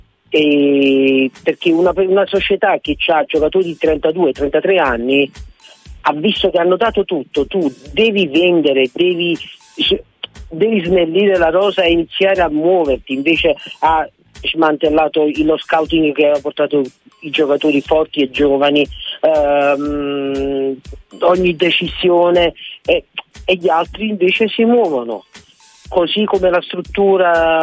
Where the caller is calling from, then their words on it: Naples, Campania, Italy; io sono napoletano